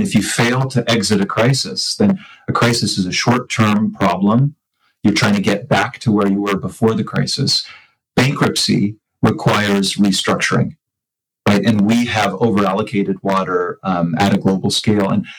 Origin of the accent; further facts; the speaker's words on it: Orem, Utah, United States; Yeah, I grew up in Orem, Utah, just in the Utah Valley, about half hour away from Great Salt Lake.